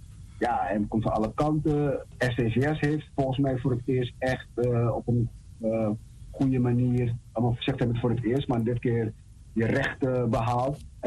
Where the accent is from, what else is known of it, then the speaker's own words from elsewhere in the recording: Netherlands; Maar dat heeft te maken met mijn WK-verleden. Opgegroeid in Nederland.